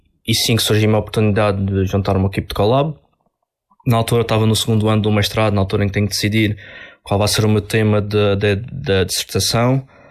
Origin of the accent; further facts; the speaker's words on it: Madeira, Portugal; moved away as an adult; now in Algarve, Portugal; eu vim para o Algarve, para a Universidade em 2019, sou da Madeira, vim para aqui especificamente estudar